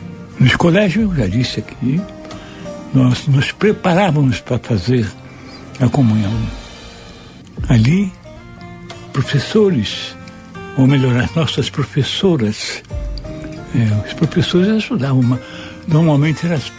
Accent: Rio de Janeiro, Brazil; Eu fui criado em Cordovil, na rua Rego Monteiro

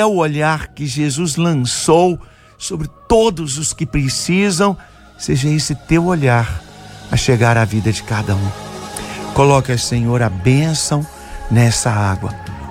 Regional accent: Juiz de Fora, Minas Gerais, Brazil; now in Rio de Janeiro, Brazil; lá da minha cidade de Juiz de Fora

